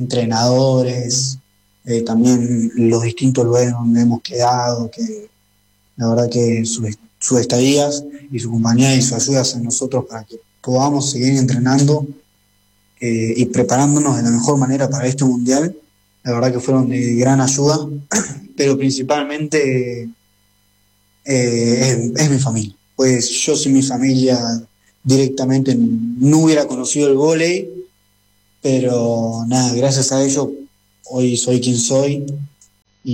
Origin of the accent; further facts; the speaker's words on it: Viedma, Río Negro, Argentina; yo, en mi caso, yo soy, bueno, de Viedma, de Río Negro